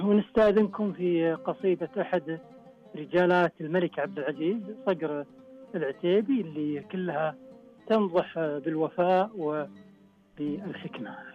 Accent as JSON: {"language": "Arabic", "town": "Al Quway'iyah", "region": "Riyadh Province", "country": "Saudi Arabia", "said": "وتشرف بلادي المملكة العربية السعودية في جميع المحافل المحلية"}